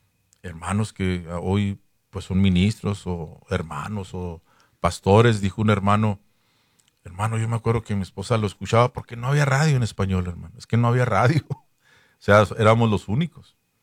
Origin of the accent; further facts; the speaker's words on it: Ciudad Juárez, Chihuahua, Mexico; Tú ni siquiera eres de Chihuahua, le dije. Ni siquiera menos de Juárez, le dije. Y yo que soy de Juárez, ¿me quieres prohibir entrar a Juárez nomás?